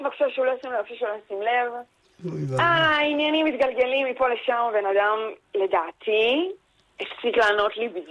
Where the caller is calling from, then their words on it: Tel Aviv, Tel Aviv District, Israel; אני מתל אביב, אני בת 22.